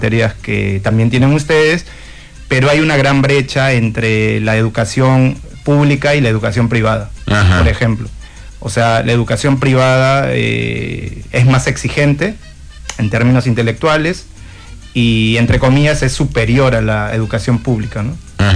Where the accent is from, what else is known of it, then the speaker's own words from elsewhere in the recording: Lima, Peru; Y bueno, yo soy de Lima, Perú, y tengo una fundación que constituí jurídicamente hace 5 meses, pero yo ya vengo trabajando de manera independiente con esta fundación, y básicamente aquí en Argentina he estado en diferentes escuelas